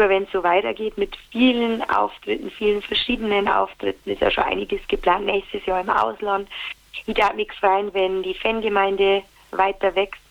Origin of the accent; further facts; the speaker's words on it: Bavaria, Germany; accent: Bavarian; Heimat und bayerischer Dialekt gehört für mich zusammen, weil Bayern und mein bayerischer Dialekt, das ist meine Heimat, das zeigt mir meine Wurzeln und im bayerischen Dialekt kann ich halt einfach auch so reden, wo sie mir gerade im Moment denke